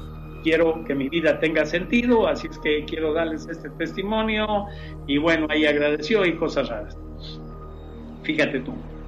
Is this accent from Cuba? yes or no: no; Cuenca, Azuay, Ecuador; el otro día tuve el agrado de dar una conferencia en Cuenca, una ciudad por acá, es mi ciudad natal